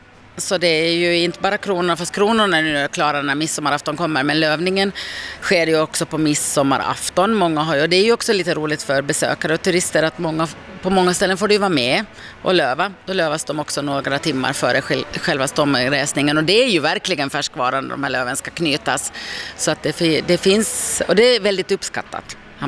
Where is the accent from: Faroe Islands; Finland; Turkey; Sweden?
Finland; Åland; och ändå lite så här säregna som vi ålänningar kanske är.